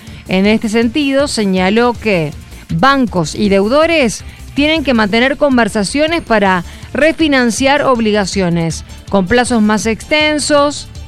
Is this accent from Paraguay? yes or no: no; Argentina; yo como argentina he tenido la posibilidad de viajar a muchos países del extranjero